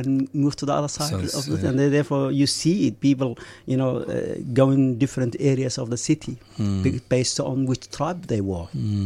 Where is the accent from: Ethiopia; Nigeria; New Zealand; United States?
Ethiopia; English is a second language; And I ended up going back without my father with me, you know, my hometown